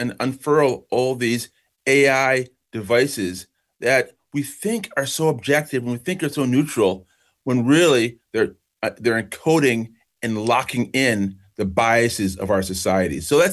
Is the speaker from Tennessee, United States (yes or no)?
no; Brockport, New York, United States; also born or lived in Kingston, Jamaica; I was born in Kingston, Jamaica, but I grew up in Brockport, New York. My parents were both college professors